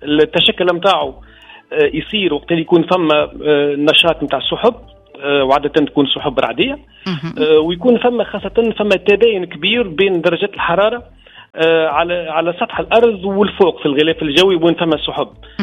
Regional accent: Menzel Farsi, Monastir Governorate, Tunisia; كنت شاهد أيام أستاذ هدى في عام 2009 في شهر سبتمبر وصورته حتى بالهاتف متاعي 2009 في من منزل فارسي مدينتي في اتجاه عمارة الحجاج

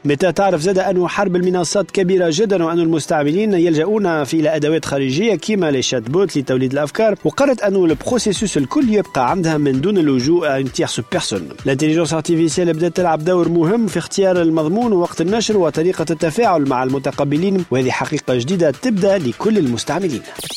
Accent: Tunisia

